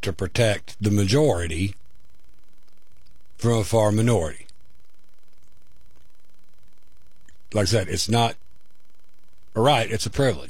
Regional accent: Norman, Oklahoma, United States; growing up in Norman, I think they had like 5 cabs.

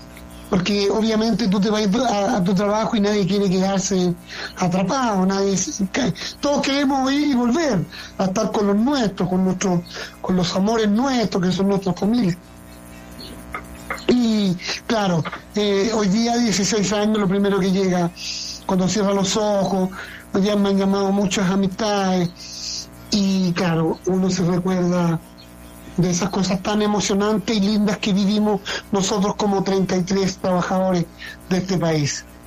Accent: Chile

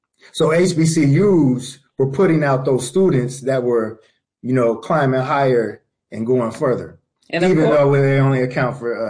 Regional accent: Piqua, Ohio, United States; And I was born and raised outside of Dayton, a small town called Piqua, Ohio, P-I-Q-U-A.

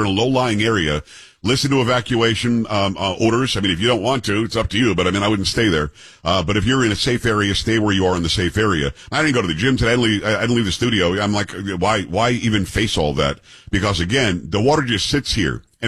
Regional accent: Florida, United States; also born or lived in New York; Like, I grew up in Florida, it absorbs. I born in New York, lived there for 7 years.

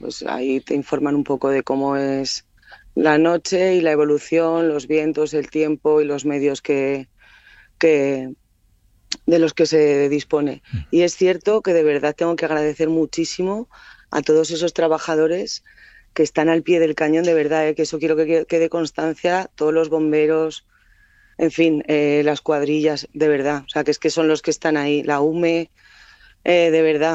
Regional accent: Aragon, Spain; Pues es que es devastador, pero no solamente es mi pueblo, porque están los pueblos de alrededor

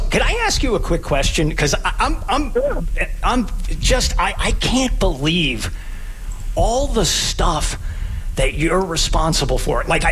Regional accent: El Paso, Texas, United States; I grew up in El Paso, Texas. Yes, I did. Absolutely.

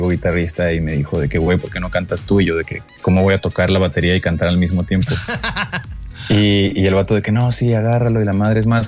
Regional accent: Guadalajara, Jalisco, Mexico; moved away as an adult; now in Mexico City, Mexico; tengo 23 años y soy de Guadalajara, Jalisco.

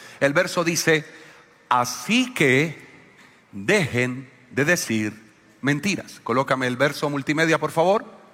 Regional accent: Colombia; nosotros estamos leyendo como latinos y colombianos.

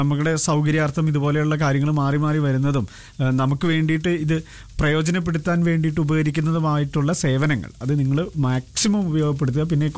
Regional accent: Kerala, India; ഞാനൊരു മലയാളി, മറ്റേ പറഞ്ഞ പോലെ നാട്ടിൽ പോയി കൃഷി ചെയ്ത് ജീവിക്കണം എന്നാണല്ലോ

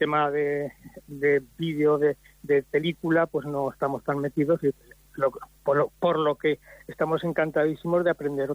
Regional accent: Zaragoza, Aragon, Spain; born there; moved away as an adult; now in Sobrarbe, Spain; yo nací en Zaragoza, pero llevo 22 años en Sobrarbe, o sea, soy un sobrarbense más.

